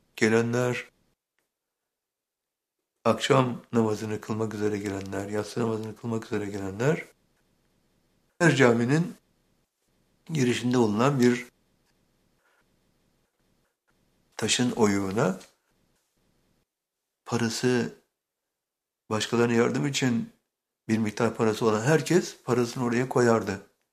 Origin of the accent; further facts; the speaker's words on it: Bursa, Turkey; hatırlıyorum çocukluğumda, Bursa'da çocukluğumu geçirdim.